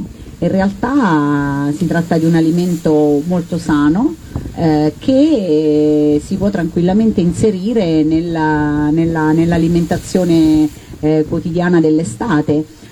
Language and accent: Italian; Apulia, Italy